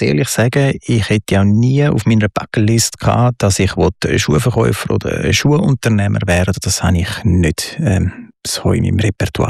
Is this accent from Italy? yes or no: yes; Italy; born or raised there; also born or lived in Uster, Switzerland